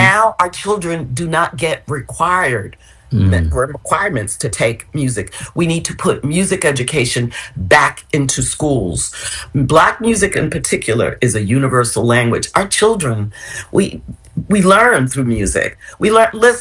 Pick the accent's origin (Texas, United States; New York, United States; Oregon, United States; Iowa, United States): New York, United States; New York City; I grew up in West Harlem